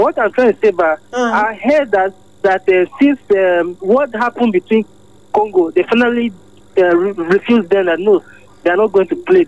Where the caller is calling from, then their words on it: Makurdi, Benue, Nigeria; calling from the Avatar calling, Makodi.